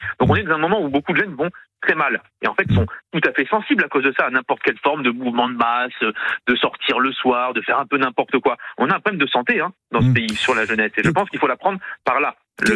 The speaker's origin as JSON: {"language": "French", "town": "Toulouse", "region": "Occitanie", "country": "France", "said": "en tant que Toulousain"}